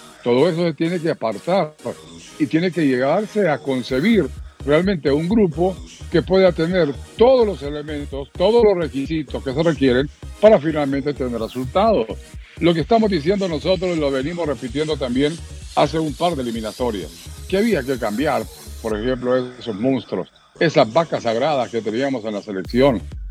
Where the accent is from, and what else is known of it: Honduras